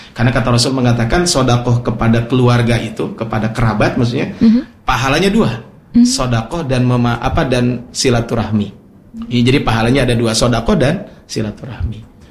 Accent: Ciparay, West Java, Indonesia; Karena saya orang Ciparai juga.

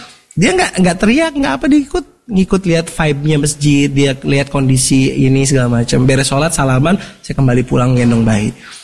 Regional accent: Bandung, West Java, Indonesia; saya kan orang Bandung. Sekolah di Gontor, di Jawa Timur.

